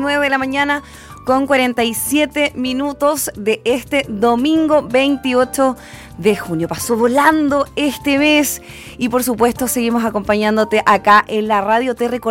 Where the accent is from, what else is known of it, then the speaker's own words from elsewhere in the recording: Concepción, Biobío, Chile; como buenos penquistas, buenos residentes de la región del Biobío, estamos acostumbrados a estos cambios de temperatura.